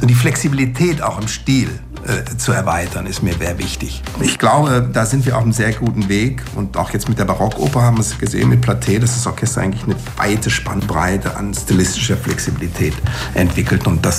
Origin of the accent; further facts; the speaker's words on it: Gelsenkirchen, North Rhine-Westphalia, Germany; moved away as an adult; now in Hagen, Germany; Ich bin ja in Gelsenkirchen geboren. Ich bin zwar so schnell wie möglich aus Gelsenkirchen weg, als ich das Abitur hatte. Und so weit wie möglich.